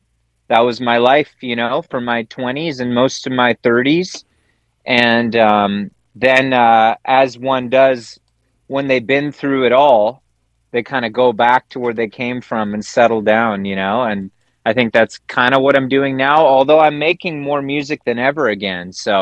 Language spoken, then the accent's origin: English; Vancouver Island, British Columbia, Canada; moved away as an adult; I hail from Vancouver Island, and like many, I was seeking out larger, greener pastures, and the big city seemed to have more to offer. So I went to Vancouver